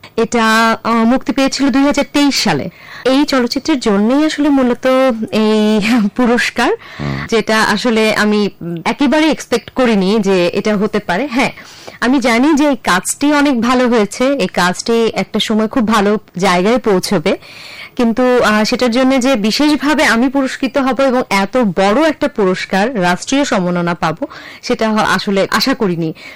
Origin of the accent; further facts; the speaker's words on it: Jamalpur, Mymensingh Division, Bangladesh; moved away as an adult; also born or lived in Bakshiganj, Jamalpur District; now in Dhaka, Bangladesh; কিন্তু আমার পুরোটাই বেড়ে ওঠা জামালপুর শহরে। জামালপুরেই আমি পড়াশোনা করেছি, এসএসসি, এইচএসসি ওখানেও। পরবর্তীতে আমি জাহাঙ্গীরনগর ইউনিভার্সিটিতে এসে ভর্তি হই, ঢাকাতে চলে আসি।